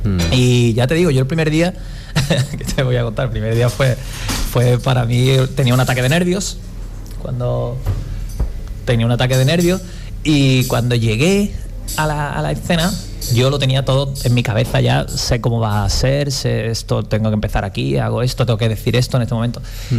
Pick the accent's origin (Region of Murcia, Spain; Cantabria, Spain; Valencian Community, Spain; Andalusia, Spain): Andalusia, Spain; Cádiz; le dije que soy de Cádiz.